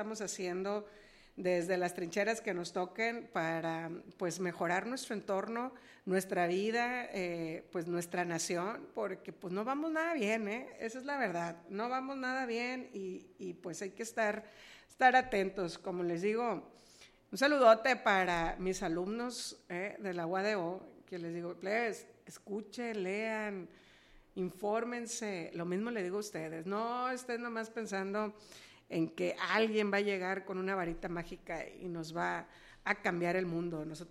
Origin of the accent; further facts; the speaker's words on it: Mexico; identificándonos en cada septiembre como mexicanos, como mexicanas